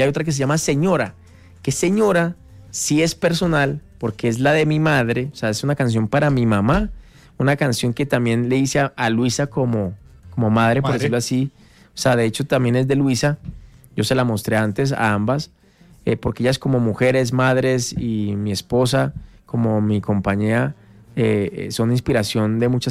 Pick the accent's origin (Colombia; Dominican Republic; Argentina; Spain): Colombia; Sí, me iba, pero bueno, en últimas pensé en mi tierra. ¿Sabes qué pasó? Como que... Era más fácil que bajáramos nosotros cuatro a hacer mover media Colombia para allá